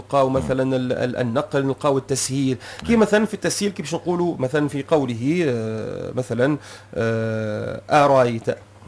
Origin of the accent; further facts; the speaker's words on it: Tunisia; احنا في تونس